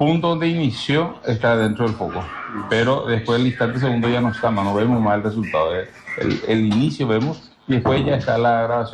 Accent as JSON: {"language": "Spanish", "town": "Ciudad Ayala", "region": "Morelos", "country": "Mexico", "said": "Yo soy de Ayala."}